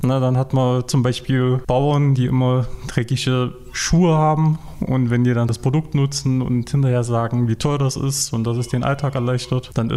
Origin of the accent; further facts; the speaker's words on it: Rotenkirchen, Saxony, Germany; Ich komme aus Rotenkirchen, das ist im Vogtland.